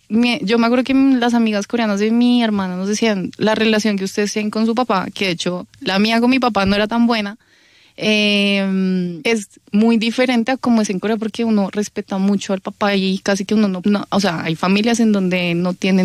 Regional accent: Colombia; nosotras crecimos en Colombia

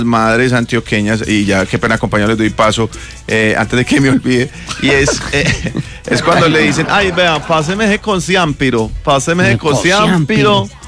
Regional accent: Colombia; Hay frases muy colombianas, hay otras que solamente los colombianos identificamos y sabemos a qué nos referimos.

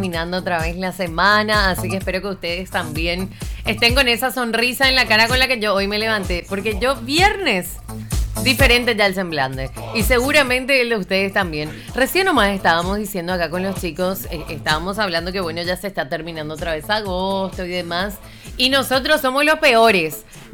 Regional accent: Paraguay; Fracasamos como paraguayos de invierno.

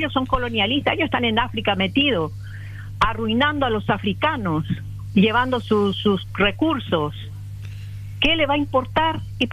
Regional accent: Argentina; moved away; also born or lived in Buenos Aires / Paraguay; Yo me crié en la Argentina, y a lo mejor piensan que no soy paraguaya, pero soy paraguaya. Viví 50 años en Buenos Aires y conozco lo que es el pueblo argentino.

